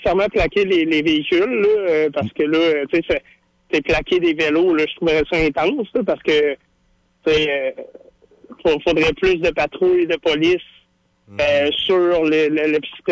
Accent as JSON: {"language": "French", "town": "Lévis", "region": "Quebec", "country": "Canada", "said": "Ben, moi, je suis de Lévis"}